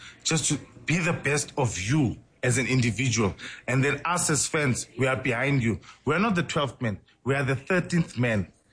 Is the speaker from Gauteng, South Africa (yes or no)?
yes; Johannesburg, Gauteng, South Africa; born there; also born or lived in Papazela, Malamulele / Annandale; My father is Tsonga, and I grew up in Orlando West. Then we moved to Annadale, and I've got a Tswana wife, a beautiful Tswana wife.